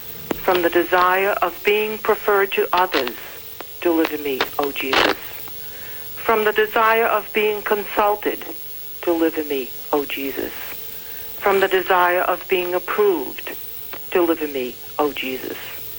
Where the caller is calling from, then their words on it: Worcester, Massachusetts, United States; Worcester, Massachusetts.